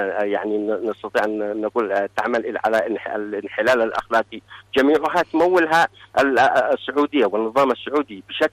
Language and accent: Arabic; Yemen; أننا كيمنيين